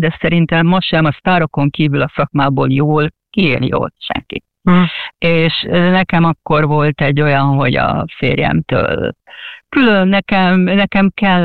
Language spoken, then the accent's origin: Hungarian; Hungary; moved away as an adult; now in England, United Kingdom; Tehát én úgy kerültem Angliába, nem úgy, mint a honfitársak többsége, hogy új munka, karrier lehetőség, én szerelemből mentem Angliába.